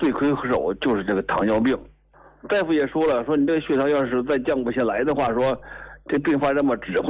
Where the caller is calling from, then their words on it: Hebei, China; 我家是河北的。